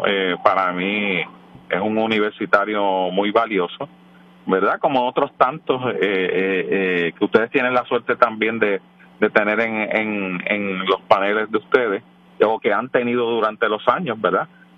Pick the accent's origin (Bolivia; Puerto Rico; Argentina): Puerto Rico; San Sebastián; Yo soy de San Sebastián de Las Vegas del Pepino.